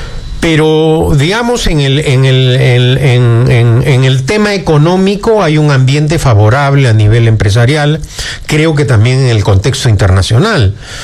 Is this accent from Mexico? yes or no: no; Peru; Naturalmente, como todo peruano, deseo que le vaya bien a su gobierno, porque si le va mal, eso va a afectar a los peruanos.